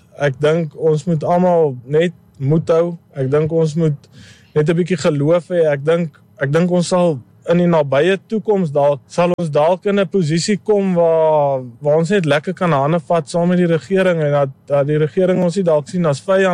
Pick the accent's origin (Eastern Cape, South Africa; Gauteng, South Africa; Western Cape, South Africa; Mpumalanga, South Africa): Eastern Cape, South Africa; ons kom oorspronkelijk uit die Ooskaap uit, so naby van Stadens rivier het my pa was 'n seibokkar makelaar, en daar het hy gemelk ook, so ek het op 'n melkplaas groot geraak.